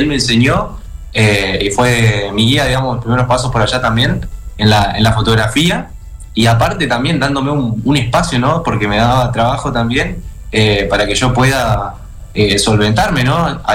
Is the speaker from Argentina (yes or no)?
yes; Villa Ángela, Chaco, Argentina; moved away; soy del interior de la provincia, soy de Villa Ángela